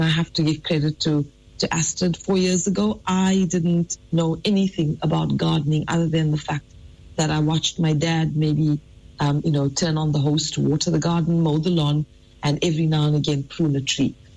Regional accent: Pietermaritzburg, KwaZulu-Natal, South Africa; now in Durban, South Africa; I've grown up in Pietermaritzburg

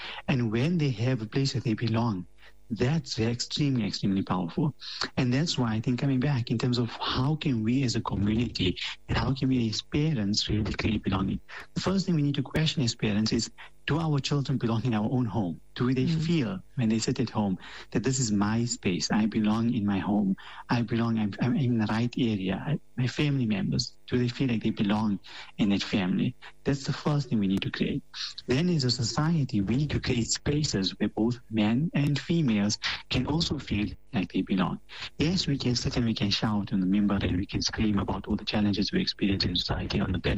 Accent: South Africa; us as South African Muslims

